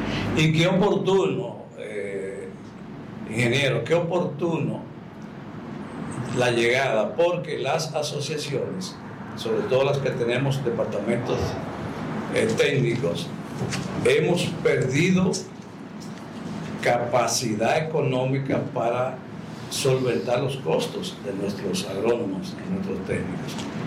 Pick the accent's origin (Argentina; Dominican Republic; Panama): Dominican Republic; Santiago Rodríguez; en los campos míos, yo soy de ahí, de los Almacenes, de Rodríguez.